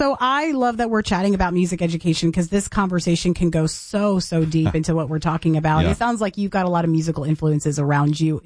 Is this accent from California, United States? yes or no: no; Tennessee, United States; growing up in Tennessee my entire life